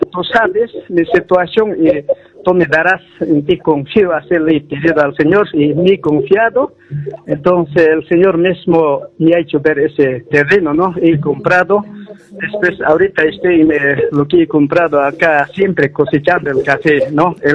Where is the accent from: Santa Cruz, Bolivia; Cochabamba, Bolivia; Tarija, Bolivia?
Cochabamba, Bolivia; also born or lived in Paruro; Yo soy de acá, de Cochabamba, pero mi nacimiento es Chacatucará, Umacha Paruro.